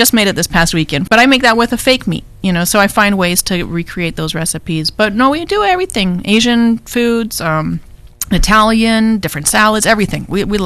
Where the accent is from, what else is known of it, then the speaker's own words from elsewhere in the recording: Vancouver, British Columbia, Canada; now in Southern California, United States; That's very different from where I grew up in Vancouver.